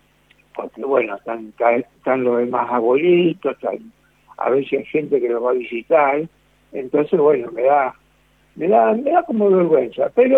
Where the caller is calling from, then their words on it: Berisso, Buenos Aires Province, Argentina; de Berisso.